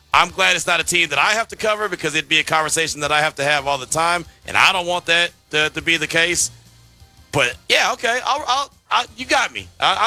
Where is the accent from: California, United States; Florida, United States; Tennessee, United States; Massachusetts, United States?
California, United States; Hey, I know I'm from the Bay, but we ain't ghost riding the whip here, are we?